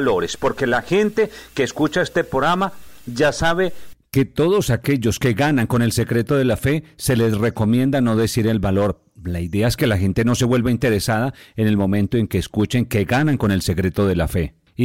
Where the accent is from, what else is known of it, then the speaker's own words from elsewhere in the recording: Colombia; now in Panama; es mi tierra, es mis raíces, de donde venimos.